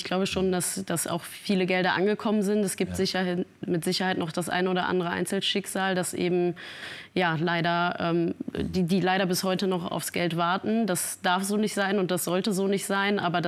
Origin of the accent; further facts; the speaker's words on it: Dernau, Rhineland-Palatinate, Germany; ich bin in Derna groß geworden, ich bin da tief verwurzelt, habe da alle meine Freunde